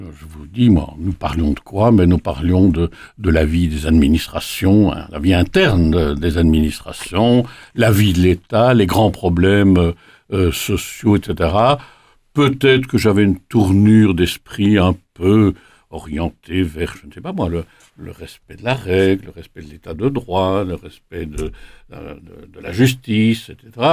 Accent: Liège, Wallonia, Belgium

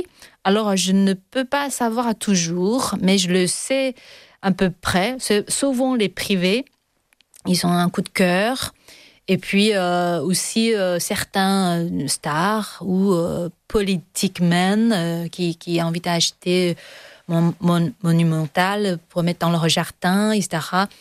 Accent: Belgium; oui, parce que grâce à moi, je suis belge.

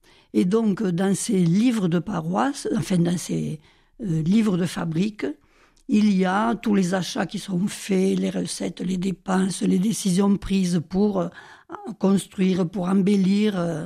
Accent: Viterbe, Occitanie, France; dans les archives de Viterbe, puisque c'est mon village natal.

